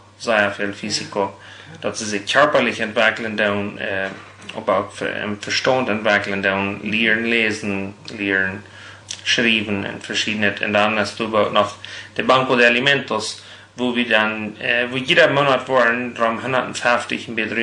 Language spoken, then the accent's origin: German; Rubio, Chihuahua, Mexico; Ich bin in Rubio geboren, also das ist du von Cuauhtémoc, 40 Kilometer im Norden.